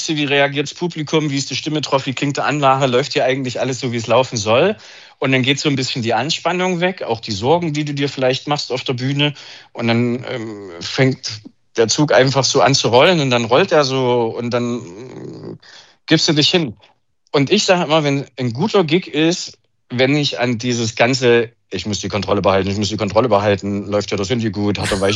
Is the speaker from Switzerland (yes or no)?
no; Leipzig, Saxony, Germany; dann kommen wir nur aus Leipzig, alle drei.